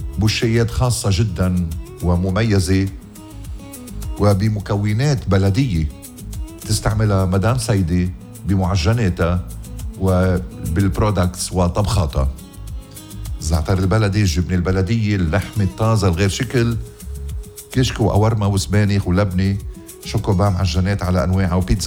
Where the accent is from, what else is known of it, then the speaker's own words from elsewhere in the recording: Ghazir, Keserwan-Jbeil, Lebanon; ويعقوب الحداد الكبوشي ابن ضيعتي غزير